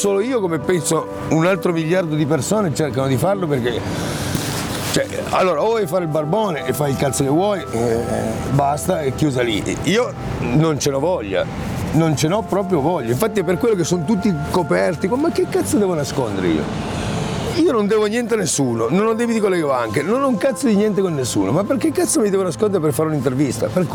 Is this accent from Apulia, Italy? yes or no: no; Turin, Piedmont, Italy; now in Genoa, Italy; Ma la mia infanzia a Torino è andata benissimo, guarda, io sono andato a scuola a San Giuseppe a Torino